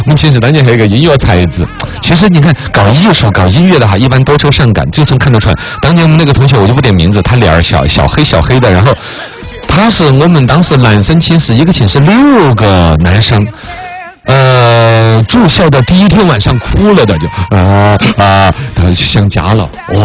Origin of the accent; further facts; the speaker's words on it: China; 我们中国人